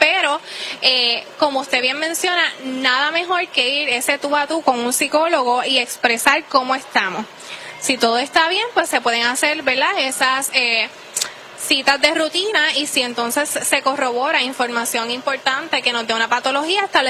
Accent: Moca, Puerto Rico; Yo soy de Moca.

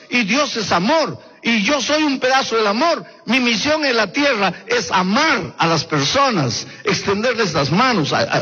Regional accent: Brazil; En el Brasil nosotros tenemos una frase que dice así.

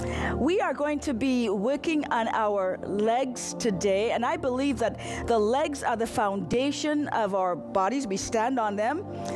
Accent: Ohio, United States; I'm from Ohio. I'm a physician

